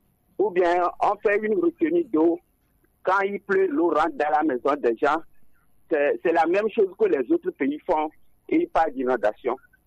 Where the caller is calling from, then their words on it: Togo; Je vous appelle de Ranoukopé.